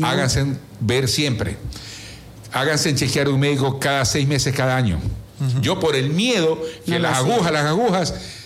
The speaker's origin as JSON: {"language": "Spanish", "town": "Quevedo", "region": "Los Ríos", "country": "Ecuador", "said": "yo sí creo que tengo un compromiso con mi tierra."}